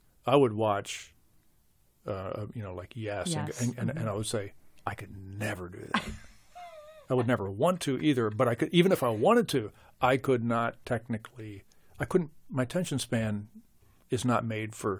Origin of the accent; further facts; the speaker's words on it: New Jersey, United States; because, you know, I'm from New Jersey.